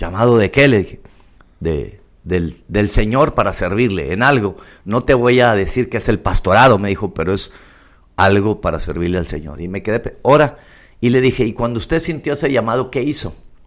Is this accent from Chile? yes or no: no; Chihuahua, Mexico; now in Midland, United States; Me voy a México, a Chihuahua. Tenemos nuestra casa, vivimos en la ciudad. Hicimos miembros de una iglesia que era muy misionera, por cierto. Y ellos me apoyaron mucho a ir cada sábado a la zona rural donde yo nací y crecí